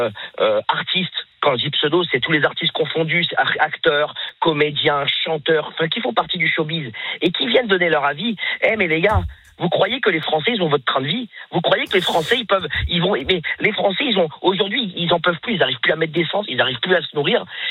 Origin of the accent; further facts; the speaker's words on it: France; Moi, je suis d'origine tunisienne, d'accord. Je suis français d'origine tunisienne.